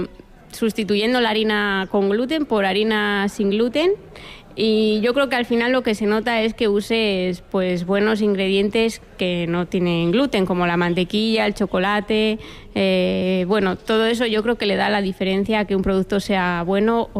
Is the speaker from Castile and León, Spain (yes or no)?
yes; Aguilar de Campoo, Castile and León, Spain; also born or lived in Madrid; Soy de Menaza, un pueblo de 25 habitantes de Aguilar de Campoo